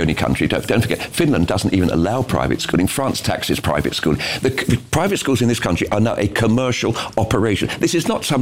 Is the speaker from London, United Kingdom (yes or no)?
yes; London, United Kingdom; I'm sorry, don't forget, I was brought up in West London. In 1958, we had a major riot.